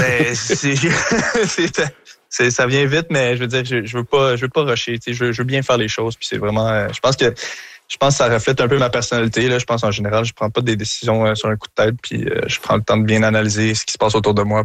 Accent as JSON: {"language": "French", "town": "Montreal", "region": "Quebec", "country": "Canada", "said": "je pense que vous le savez, je suis Montréalais dans l'âme"}